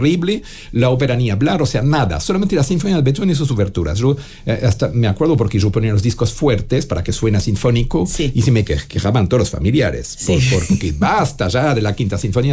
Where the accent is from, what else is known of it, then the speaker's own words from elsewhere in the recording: Geneva, Switzerland; Suiza francesa, muy cerca de Ginebra. Hoy sería como decir, es como decir que yo nací en Ginebra, pero es un pueblito.